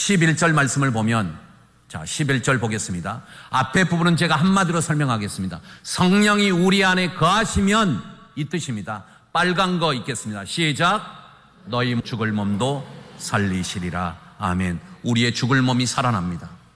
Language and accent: Korean; South Korea; 우리는 한국 사람입니다.